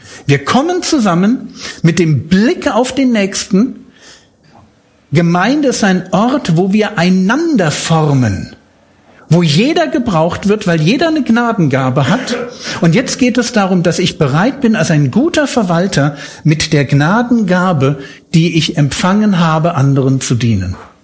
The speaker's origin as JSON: {"language": "German", "region": "Berlin", "country": "Germany", "said": "bin ja aus Berlin"}